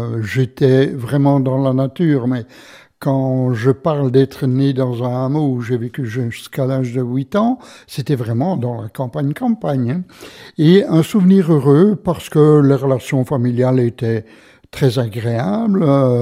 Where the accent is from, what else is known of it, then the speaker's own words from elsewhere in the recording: Habay-la-Vieille, Wallonia, Belgium; born there; Je suis né au fond du pays, en Gaume, dans la région de Virton, dans le village d'Abbé-la-Vieille, ou plus précisément dans un hameau de cette commune d'Abbé-la-Vieille qui a fusionné dans la commune d'Abbé.